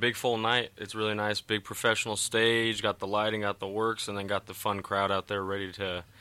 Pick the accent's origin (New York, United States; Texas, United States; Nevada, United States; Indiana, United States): Nevada, United States; Sparks; also born or lived in Reno, Nevada; I was born and raised Reno and raised in Sparks, Spanish Springs area.